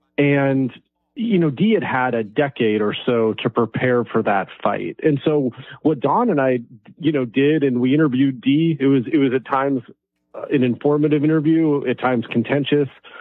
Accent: Alaska, United States; Like, I grew up in Alaska.

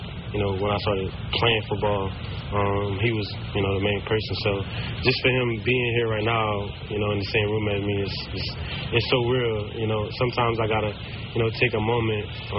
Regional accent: New Orleans, Louisiana, United States; I got New York tatted on my back. You know what I mean? I'm from New Orleans.

